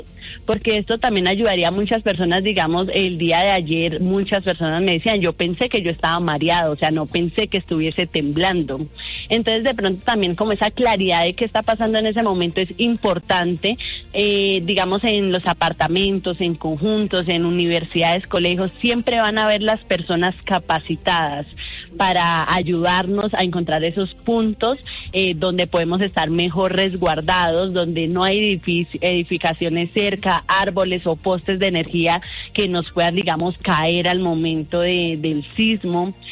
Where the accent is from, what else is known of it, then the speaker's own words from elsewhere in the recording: Colombia; Es un momento donde todos como colombianos tenemos que ayudarnos unos con otros.